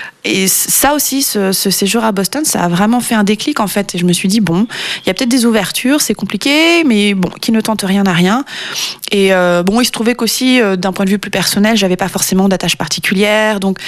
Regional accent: France; born there

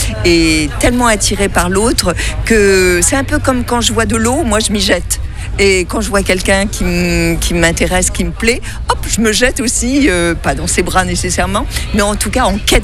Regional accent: Brittany, France

